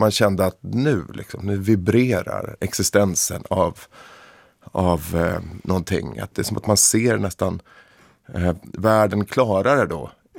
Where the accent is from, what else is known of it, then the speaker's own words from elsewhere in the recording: Stockholm County, Sweden; accent: between Solna and Upplands Väsby; Han kunde placera min dialekt som någonstans mellan Solna och Upplands Väsby.